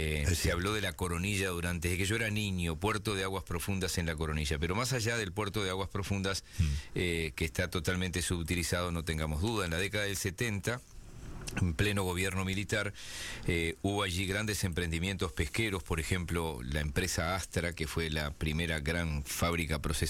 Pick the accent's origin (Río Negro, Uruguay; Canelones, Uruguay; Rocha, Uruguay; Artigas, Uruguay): Rocha, Uruguay; moved away; de niño y adolescente, en Rocha, a 28 kilómetros de La Paloma